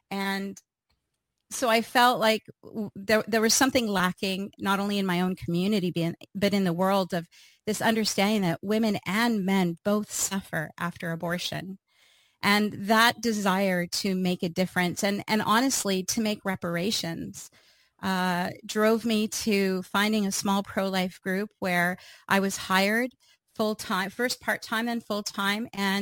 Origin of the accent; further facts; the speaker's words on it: Canada; Well, I live in Canada, and I am a Canadian speaker, author, and pro-life advocate.